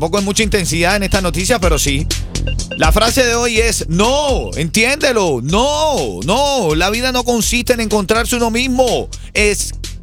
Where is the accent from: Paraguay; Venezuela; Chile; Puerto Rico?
Venezuela; Sigue la dictadura en mi país, hombre.